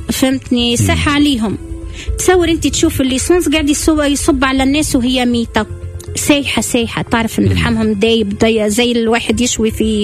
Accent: Tunisia; now in Gaza, Palestine; اني تونسيه

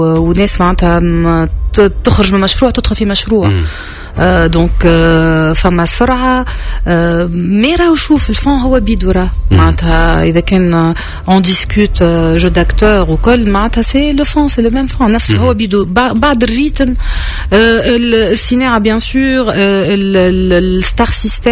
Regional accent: Tunisia; انا فنانه من تونس

